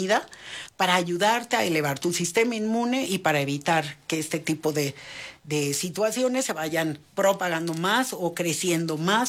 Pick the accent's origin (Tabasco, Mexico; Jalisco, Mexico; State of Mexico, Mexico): Tabasco, Mexico; born or raised there